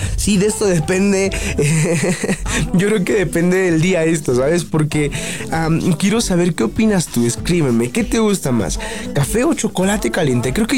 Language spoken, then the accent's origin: Spanish; Tenango de Doria, Hidalgo, Mexico; born there; el pueblo donde yo nací, que es Tenango de Dori Hidalgo.